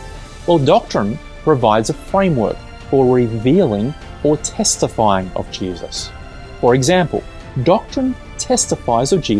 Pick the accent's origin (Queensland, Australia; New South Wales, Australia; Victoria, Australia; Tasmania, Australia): New South Wales, Australia; Bowral; from Bowral, and you're listening to Faith FM right across Australia.